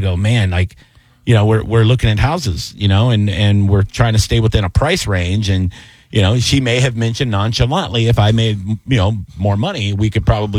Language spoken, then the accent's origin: English; Tampa, Florida, United States; And when the people started finding out I was from Tampa, we'd be in a break room